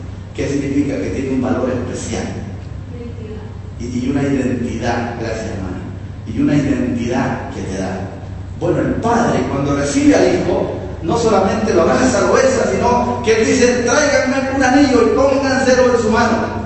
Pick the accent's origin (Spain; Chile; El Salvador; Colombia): El Salvador; en mi país, El Salvador, al menos de donde yo crecí